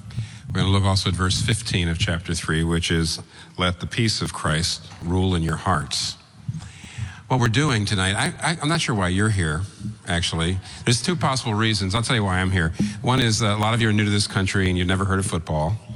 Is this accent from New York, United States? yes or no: no; Pennsylvania, United States; And that's why I'm here. I'm from Pennsylvania.